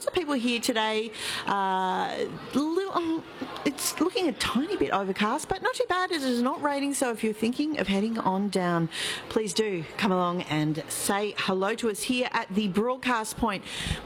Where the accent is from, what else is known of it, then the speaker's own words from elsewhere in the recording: Sydney, New South Wales, Australia; born there; Clue number one, I was born in Sydney, and I was a relatively late addition to the Sunshine State.